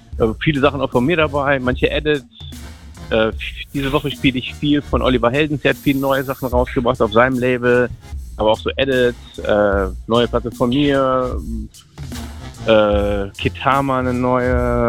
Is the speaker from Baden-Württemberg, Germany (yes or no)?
no; North Rhine-Westphalia, Germany; Am Wochenende bin ich mal wieder in meiner Heimat im Ruhrgebiet.